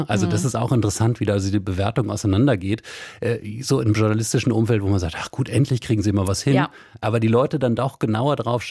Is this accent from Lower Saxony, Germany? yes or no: yes; Wolfsburg, Lower Saxony, Germany; Ich meine, ne, Full Disclosure hier, wir sind beide aus Wolfsburg.